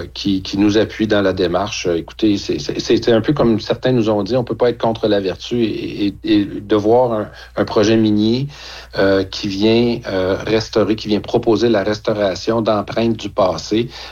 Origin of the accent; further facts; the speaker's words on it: Quebec, Canada; chez nous en Abitibi-Témiscamingue.